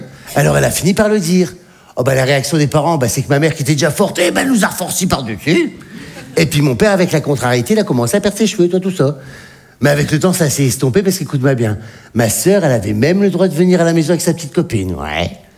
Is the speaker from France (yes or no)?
yes; Hauts-de-France, France; là d'où je viens, c'est bien. Ah si, je peux dire que c'est bien. Parce que moi, j'ai un petit village du Nord, là-haut, là, tu sais, à la frontière belge.